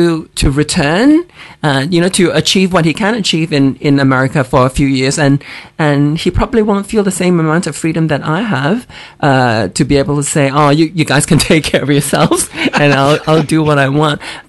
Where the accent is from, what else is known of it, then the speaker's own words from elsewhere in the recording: Singapore; because I come from Singapore, which is a very wealthy country and people are very privileged there.